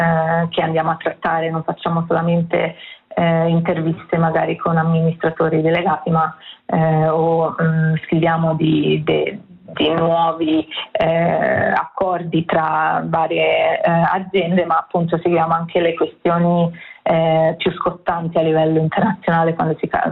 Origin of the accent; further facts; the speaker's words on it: Milan, Lombardy, Italy; also born or lived in Amsterdam / Copenhagen / Brussels; now in Oslo, Norway; essere qui a Oslo al momento. Io ho vissuto, io vengo da Milano, ho vissuto a Amsterdam, ho vissuto a Copenaghen e a Bruxelles